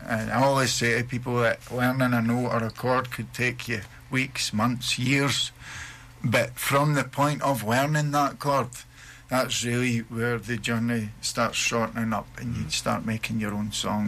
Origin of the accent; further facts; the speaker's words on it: Aberdeen, Scotland, United Kingdom; we're from Aberdeen